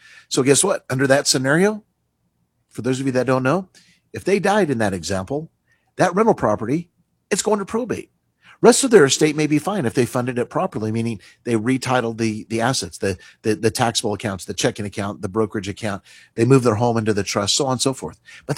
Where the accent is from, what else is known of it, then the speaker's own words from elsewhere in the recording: Reno, Nevada, United States; moved away; I was raised in Reno, moved away, and then came back and opened the office in, 2004, I guess it was.